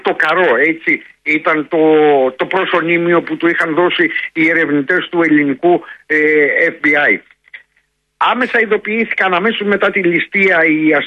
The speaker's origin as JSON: {"language": "Greek", "town": "Dafni", "region": "Western Greece", "country": "Greece"}